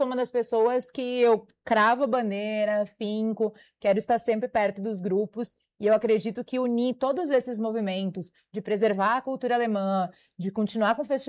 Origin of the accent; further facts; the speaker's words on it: Santa Cruz do Sul, Rio Grande do Sul, Brazil; moved away as an adult; now in São Paulo, Brazil; Eu sou natural de Santa Cruz do Sul, uma cidade com 130 mil habitantes.